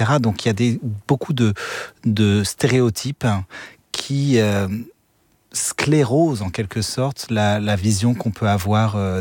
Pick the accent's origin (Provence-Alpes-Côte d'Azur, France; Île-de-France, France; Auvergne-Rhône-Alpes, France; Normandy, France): Provence-Alpes-Côte d'Azur, France; Fréjus; born there; la plage de mon enfance à Fréjus.